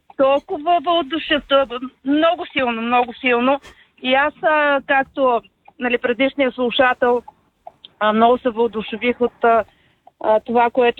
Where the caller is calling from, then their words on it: Sofia, Sofia City, Bulgaria; съм от София